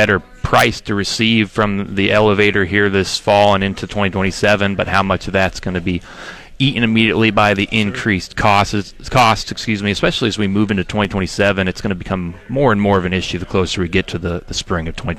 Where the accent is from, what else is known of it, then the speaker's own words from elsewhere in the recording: Cozad, Nebraska, United States; My wife's originally from Hershey, Nebraska, just west of where I grew up in Cozad. So, yeah, central to western Nebraska is certainly still home.